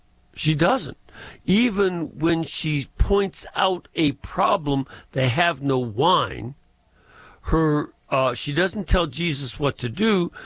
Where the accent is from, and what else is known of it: Chicago, Illinois, United States